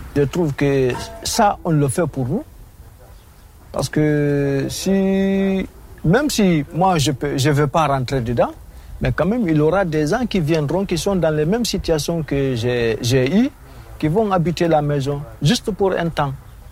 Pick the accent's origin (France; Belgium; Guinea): Guinea; Je viens de Guinée-Conakry.